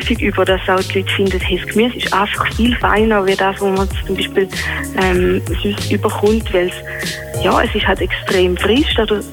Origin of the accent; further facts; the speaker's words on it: Switzerland; ich bin auf dem Land aufgewachsen, mit Stein oben, da kennt ihr vielleicht das Dorf.